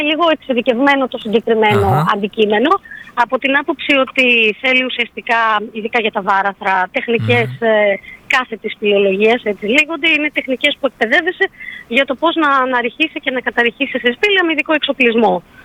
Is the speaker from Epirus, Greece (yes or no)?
yes; Epirus, Greece; moved away; also born or lived in Athens; Όταν επέστρεψα στην ιδιαίτερη πατρίδα μου, με μια παρέα φίλων και υποστηρικτές από άλλους συλλόγους, φίλοι δηλαδή σπηλαιολόγοι που βοήθησαν στην όλη διαδικασία, να ιδρύσουμε τον Σπηλαιολογικό Σύλλογο για να εισάγουμε και στην Ήπειρο πια αυτό το άθλημα